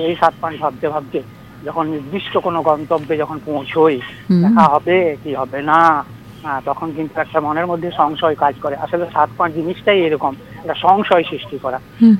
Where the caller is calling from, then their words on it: Dubrajpur, West Bengal, India; আমি পশ্চিমবঙ্গের বীরভূম জেলার দুবরাজপুর থেকে